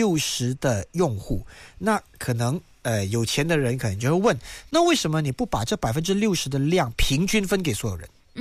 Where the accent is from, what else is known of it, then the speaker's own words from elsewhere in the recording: Malaysia; 因为我们都是马来西亚人嘛。